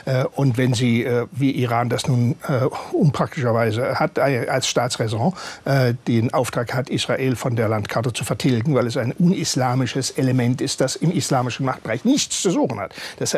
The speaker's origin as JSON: {"language": "German", "region": "Baden-Württemberg", "country": "Germany", "moved": "as an adult", "said": "Ich komme aus Südbaden und da ist alles sehr badisch und sehr lieb und behäbig"}